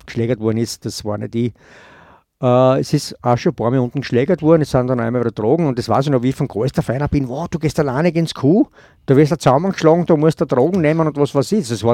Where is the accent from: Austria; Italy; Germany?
Austria; Styria; Also ich bin aus Kohlsdorf gekommen